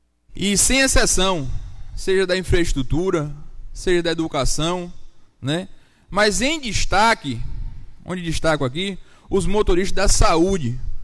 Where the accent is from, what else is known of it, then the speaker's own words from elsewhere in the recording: Itatim, Bahia, Brazil; born there; daquele povoado, do departamento, minha terra